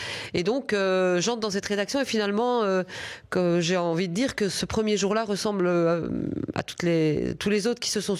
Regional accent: Spy, Wallonia, Belgium; moved away as an adult; je viens de Spie

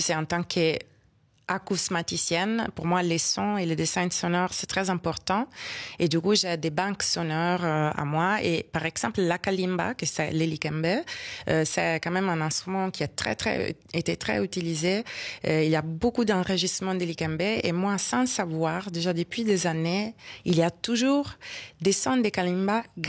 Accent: Rome, Lazio, Italy; French is a second language; moved away; je suis née à Rome et j'ai vécu toute ma vie avec ma famille italienne. J'ai fait mes écoles là-bas, je parle italienne.

